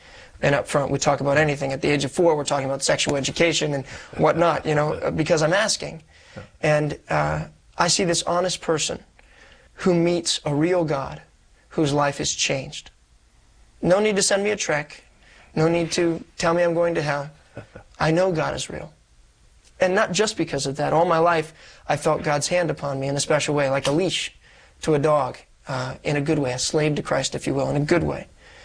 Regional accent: Columbus, Ohio, United States; Yes, I'm born and raised in Columbus, Ohio.

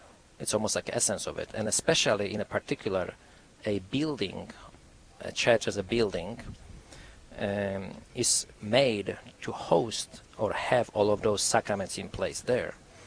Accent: Poland; English is a second language; moved away as an adult; now in United States; because, you see, we're Catholics, and I grew up in Poland, in a Catholic country. When I arrived to the United States

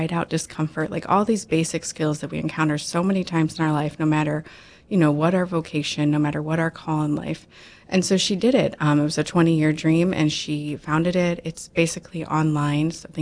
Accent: Illinois, United States; moved away as an adult; now in Fargo, United States

